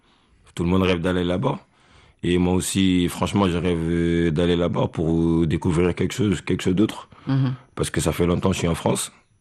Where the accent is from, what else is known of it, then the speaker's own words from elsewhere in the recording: Senegal; moved away as an adult; Comme je dis, on a quitté le Sénégal. J'ai quitté là-bas quand j'avais 18 ans. Et au début, c'était pas facile.